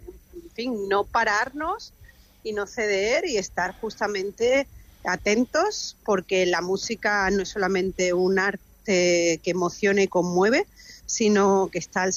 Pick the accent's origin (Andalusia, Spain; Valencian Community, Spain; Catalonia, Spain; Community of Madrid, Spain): Andalusia, Spain; Linares; moved away as an adult; yo soy de Linares, de Jaén